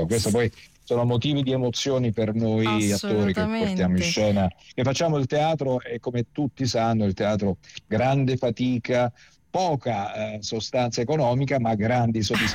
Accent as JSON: {"language": "Italian", "town": "Naples", "region": "Campania", "country": "Italy", "tie": "born or raised there", "also_born_or_lived": "Castellammare di Stabia", "said": "io sono campano, nato a Castellammare, cresciuto e a Napoli."}